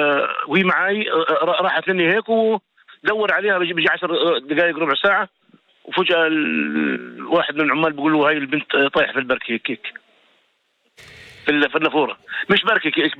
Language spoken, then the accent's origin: Arabic; Israel; عند لما دخلوا على الدولة عندنا في إسرائيل.